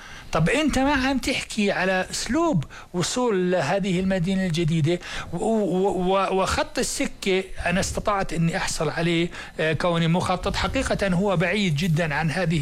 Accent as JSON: {"language": "Arabic", "country": "Jordan", "said": "إحنا عنا في الأردن"}